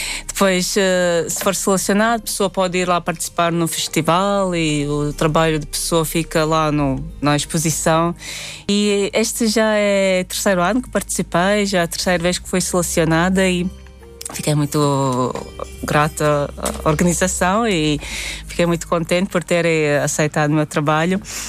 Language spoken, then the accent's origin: Portuguese; Madona, Madona Municipality, Latvia; now in Portugal; em Madona, na minha cidade natal.